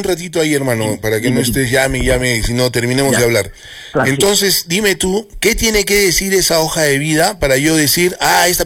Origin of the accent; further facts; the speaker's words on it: Cerro Colorado, Arequipa, Peru; allá en mi barrio, porque yo también soy de Cerro Colorado.